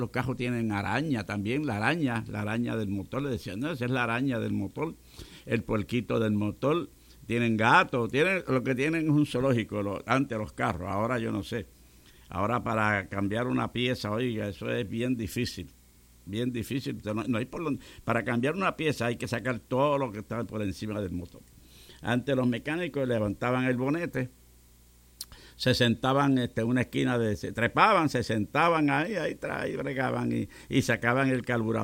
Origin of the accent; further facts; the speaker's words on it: Puerto Rico; moved away; En Puerto Rico, que había una vez un mecánico, le decían Negri, allá en mi pueblo